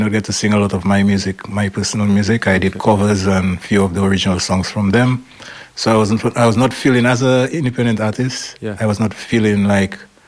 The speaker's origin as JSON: {"language": "English", "country": "Dominica", "said": "Yes, I'm from the small Caribbean island called Dominica. It's located between Guadeloupe and Martinique. It's not Dominican Republic because I realized that I have to explain this a lot while being here."}